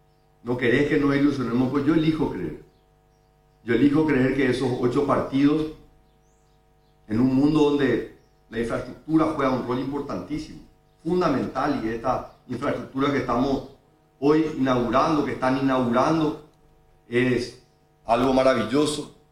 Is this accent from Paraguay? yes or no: yes; Paraguay; hoy este es el momento que yo vengo a decirte como paraguayo, gracias, mi querido escribano.